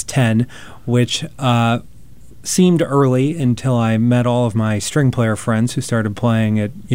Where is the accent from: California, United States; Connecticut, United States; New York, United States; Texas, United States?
Connecticut, United States; Danbury; I grew up in Danbury and attended school in Danbury, and my parents still live in Danbury.